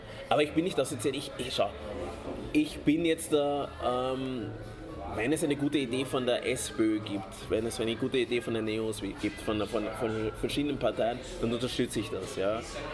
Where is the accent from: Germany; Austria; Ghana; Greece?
Austria; Ich bin als Kind aufgewachsen in Österreich.